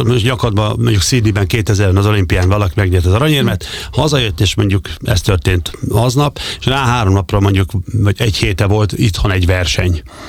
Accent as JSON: {"language": "Hungarian", "town": "Gyula", "region": "Békés", "country": "Hungary", "tie": "born or raised there", "said": "mikor gyerekként ugye kerestem a helyemet Gyulán, ahol én felnőttem, a Gyulán az atlétika élet az magas színvonalú volt"}